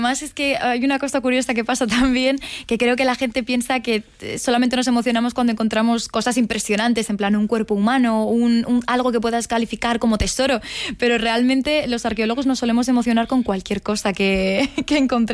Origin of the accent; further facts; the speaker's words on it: Segovia, Castile and León, Spain; now in Madrid, Spain; yo soy de Segovia, yo he crecido en una ciudad donde puedes ver la Edad Moderna y la Edad Media en sus calles.